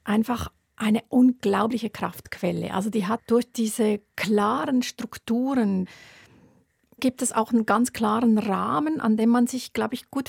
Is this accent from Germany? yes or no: no; Switzerland; bei uns als Schweizerin, genau.